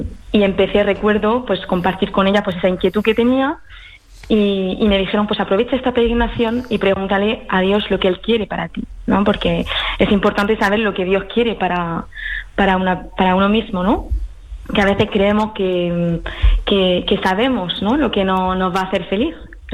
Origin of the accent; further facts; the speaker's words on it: Paris, Île-de-France, France; moved away as an adult; soy francesa, mi padre es francés, mi madre española, murciana, y yo nací en París y viví allí hasta los 22 años, hasta que entré al convento.